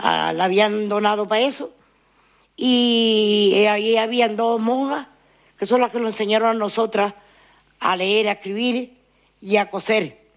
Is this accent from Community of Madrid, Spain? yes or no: no; Anaga, Canary Islands, Spain; yo no soy sino de Lomo Largo, no te puedo hablar del otro barrio.